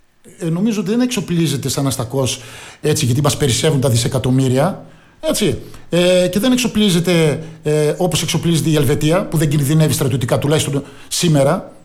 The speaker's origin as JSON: {"language": "Greek", "country": "Greece", "said": "εμείς τώρα ευχόμαστε σαν Έλληνες πατριώτες"}